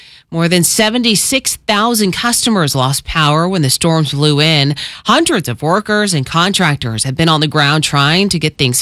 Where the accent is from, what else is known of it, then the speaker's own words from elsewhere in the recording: Texas, United States; Oh, because I'm from Texas